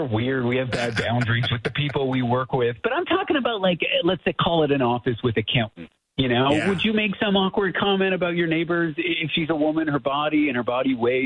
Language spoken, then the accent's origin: English; Toronto, Ontario, Canada; Poor guy. I'm from Toronto.